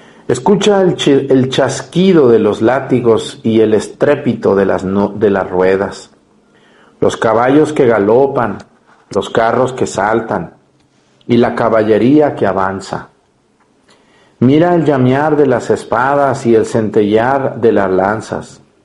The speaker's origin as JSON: {"language": "Spanish", "town": "Mexticacán", "region": "Jalisco", "country": "Mexico", "tie": "born or raised there", "said": "mi pueblo, Mestigacán, cuando vayan van a ver que es un pueblito, pueblito, casi un ranchito. Entonces yo crecí entre pollos, gallinas, vacas, burros, mulas, yeguas, de todo"}